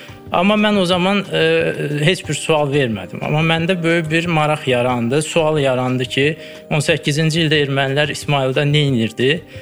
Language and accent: Azerbaijani; Baku, Azerbaijan; born there; 1993-cü ildə Bakıda anadan olmuşam